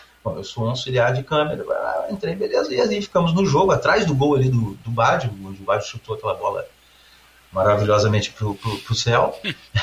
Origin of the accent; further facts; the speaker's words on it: Brazil; e eu, como brasileiro, também, felizaço da vida de novamente